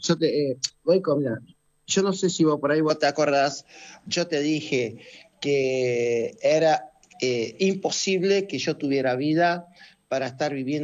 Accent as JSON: {"language": "Spanish", "region": "São Vicente", "country": "Cape Verde", "said": "Después tenés Sal, Santa Lucía, Boavista de donde nació el técnico de la selección de Cabo Verde. Y yo soy de San Vicente."}